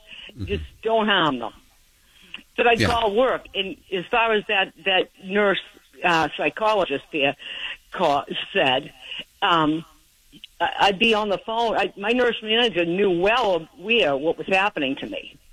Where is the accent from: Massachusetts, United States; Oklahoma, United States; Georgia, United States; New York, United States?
Massachusetts, United States; Boston; I grew up in Boston, so I pretty much had no shame.